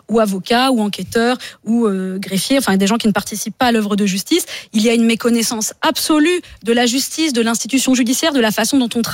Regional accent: Occitanie, France; moved away; ma région natale qui est le Tarn. Et figurez-vous que la ville de Rabastens, dans laquelle réside toute ma famille

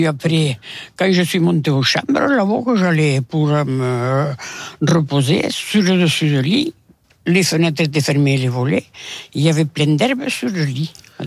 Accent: Villepinte, Occitanie, France; Moi, je suis native de Villepinte là-bas.

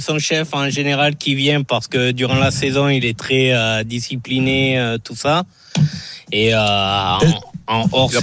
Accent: Nouvelle-Aquitaine, France; moved away as an adult; now in San Antonio, United States; C'est ça, je suis des Landes.

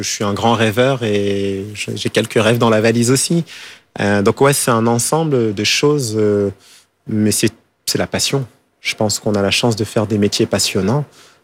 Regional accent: Île-de-France, France; J'ai grandi. Je suis né à Paris, 18e, mais j'ai grandi en banlieue.

